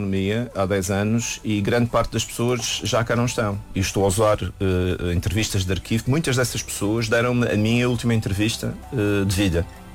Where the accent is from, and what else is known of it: Madeira, Portugal